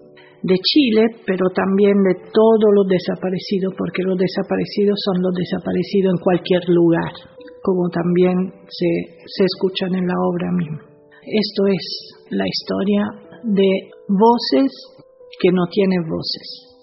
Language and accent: Spanish; Rome, Lazio, Italy; Spanish is a second language; moved away; soy de Roma, soy de Italia.